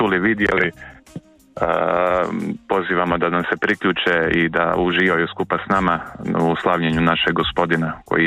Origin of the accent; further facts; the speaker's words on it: Croatia; ovdje kod nas u Hrvatskoj, evo dok sam bio u Libanonu